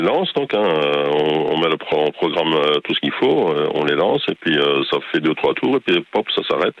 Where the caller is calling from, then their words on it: Virton, Wallonia, Belgium; Et moi, je suis de Virton